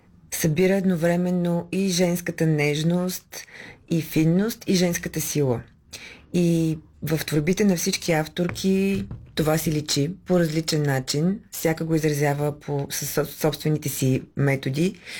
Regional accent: Burgas, Burgas Province, Bulgaria; Аз съм бургазлийка

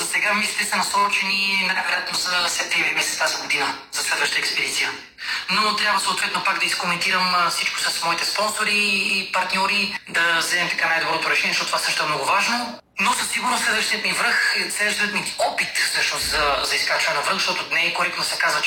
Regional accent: Razlog, Blagoevgrad Province, Bulgaria; туристическото лого на родният ми град Разлог.

